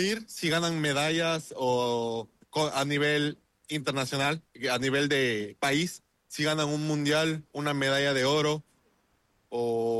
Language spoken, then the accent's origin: Spanish; Quito, Pichincha, Ecuador; moved away as an adult; now in South Korea; todos juntos se fueron a vivir a Ecuador, y yo nací y tuve el placer de nacer en Quito, en la capital, y viví, me gradué hasta la secundaria ahí, y ahorita estoy en Corea por los estudios de la universidad.